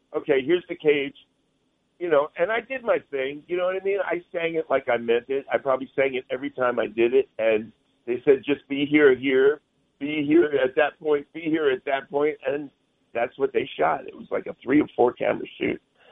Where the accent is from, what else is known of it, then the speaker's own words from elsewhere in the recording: Bayonne, New Jersey, United States; now in New York City, United States; And you know, I'm from Bayonne, New Jersey. I mean, I'm living in New York City. I'm not like totally unhip.